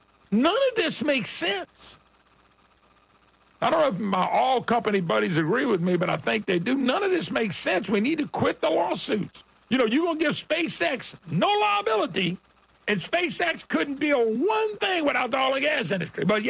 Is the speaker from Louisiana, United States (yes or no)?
yes; Baton Rouge, Louisiana, United States; born there; also born or lived in Monroe, Louisiana; I was born in Lady of the Lake. We were used St. Francis, but I lived in Monroe for many, many years.